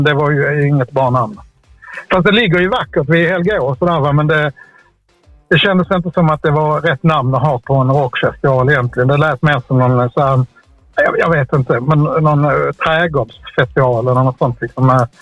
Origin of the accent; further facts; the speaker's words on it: Skåne, Sweden; jag kommer själv från Lilla Hör i Skåne som ligger 4,5 mil därifrån